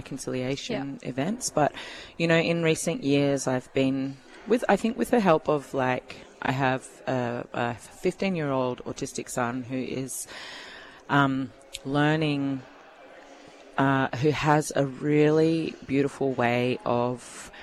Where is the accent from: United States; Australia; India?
Australia; Canberra, Australian Capital Territory; I grew up in Canberra, and so I was quite often the only brown person in the room